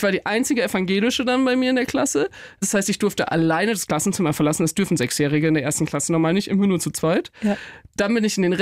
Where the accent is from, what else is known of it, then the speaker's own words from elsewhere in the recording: Nittenau, Bavaria, Germany; Ich meine, ich bin in Nittenau aufgewachsen, das ist wirklich mitten im Bayerischen Wald, also in der Oberpfalz.